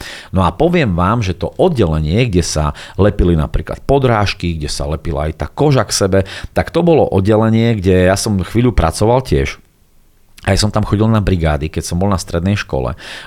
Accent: Bardejov, Prešov Region, Slovakia; born there; som sa narodil v Bardejove. Bardejov je také malé mestečko, krásne mestečko

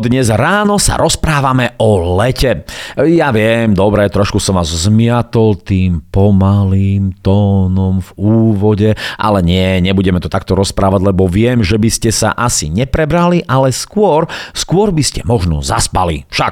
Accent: Bardejov, Prešov Region, Slovakia; my v Bardejove, keďže ja pochádzam z Bardejova

